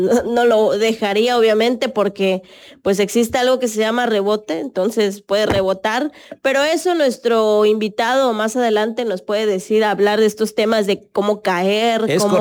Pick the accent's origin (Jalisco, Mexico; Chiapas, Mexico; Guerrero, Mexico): Chiapas, Mexico; nosotros como buenos chiapanecos